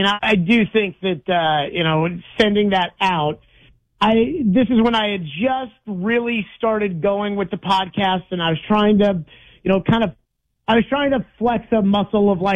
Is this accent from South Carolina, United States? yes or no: no; Nashville, Tennessee, United States; Well, I grew up in Nashville, and I remember when we were a minor league sports town and people liked Tennessee and Vanderbilt.